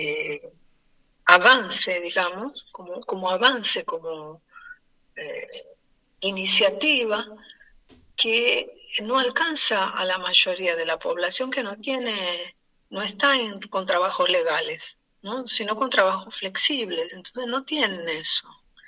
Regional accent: Argentina; born there; nací en Argentina y mi familia era de trabajadores de fábrica, obrero, la gran mayoría.

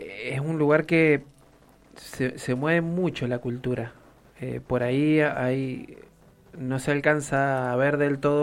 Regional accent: Mendoza, Argentina; Pero como mendocino en la fiesta máxima

